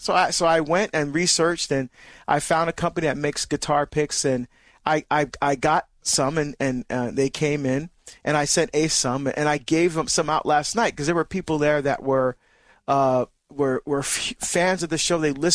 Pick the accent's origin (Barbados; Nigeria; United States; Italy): Barbados; moved away